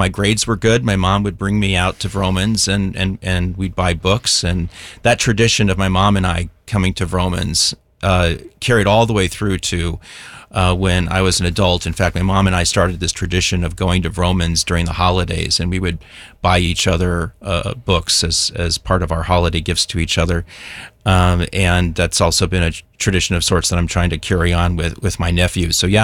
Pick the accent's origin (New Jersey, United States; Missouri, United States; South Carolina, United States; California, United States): California, United States; Pasadena; also born or lived in Eagle Rock, Los Angeles / Hacienda Heights; I was born in Pasadena, over at Huntington Hospital, and lived in Eagle Rock and also in the San Gabriel Valley in Hacienda Heights.